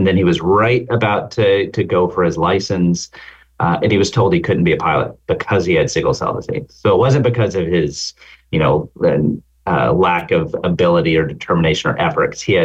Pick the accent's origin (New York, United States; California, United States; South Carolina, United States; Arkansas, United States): Arkansas, United States; So I grew up very rural in the Ozark Mountains of Arkansas. My parents were organic farmers, primarily blueberries. We lived, 5 miles down a dirt road in a log cabin my father built.